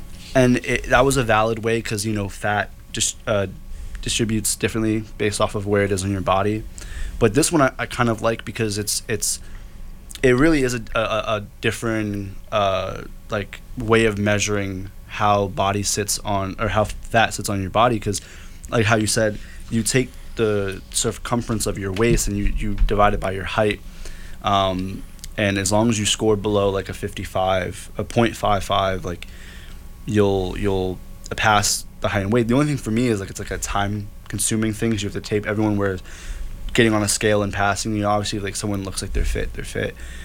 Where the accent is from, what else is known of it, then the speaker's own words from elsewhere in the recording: New Brunswick, New Jersey, United States; I'm a senior at Rutgers from New Brunswick, New Jersey